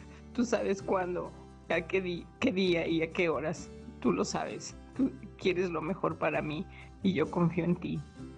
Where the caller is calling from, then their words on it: Guadalajara, Jalisco, Mexico; aquí estoy aquí de Guadalajara.